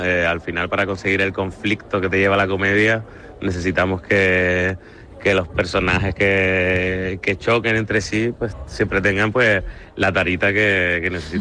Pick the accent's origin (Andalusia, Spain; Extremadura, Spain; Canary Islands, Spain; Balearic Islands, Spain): Canary Islands, Spain; moved away; aquí somos como somos y somos canarios y hablamos como hablamos